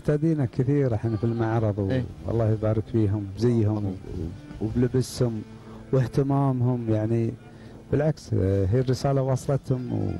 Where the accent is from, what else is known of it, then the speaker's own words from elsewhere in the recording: Qatar; عندنا في قطر